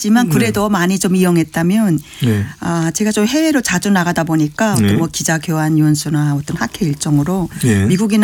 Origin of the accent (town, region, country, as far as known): North Korea; now in South Korea